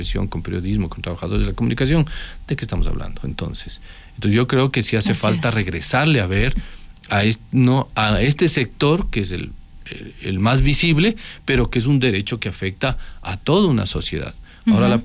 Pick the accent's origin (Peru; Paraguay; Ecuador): Ecuador; los dueños y soberanos somos el pueblo ecuatoriano.